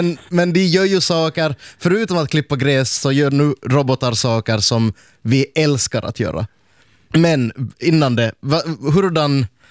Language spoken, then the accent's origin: Swedish; Ostrobothnia, Finland; moved away; Jag var hemma i Österbotten.